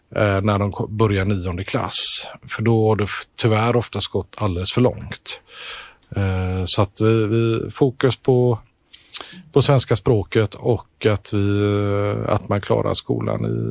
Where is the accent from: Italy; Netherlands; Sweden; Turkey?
Netherlands; Jag har ju själv lite olika tillfällen berättat om min egen bakgrund där jag växte upp under en period i Nederländerna, Holland.